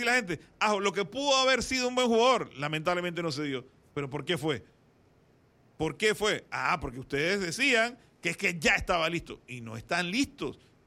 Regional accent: Panama

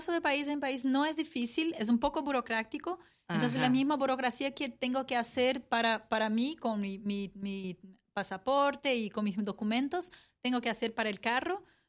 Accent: Minas Gerais, Brazil; Spanish is a second language; moved away as an adult; de Brasil, de Minas Gerais, pero no vine directamente. La verdad que estoy rodando hace bastante tiempo. Primero, yo salí de Brasil y me fui hasta Ushuaia, que es abajo en la puntita del continente en Argentina.

